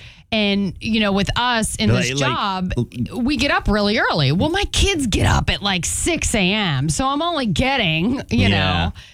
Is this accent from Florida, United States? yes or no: yes; Fort Lauderdale, Florida, United States; because I'm from Fort Lauderdale.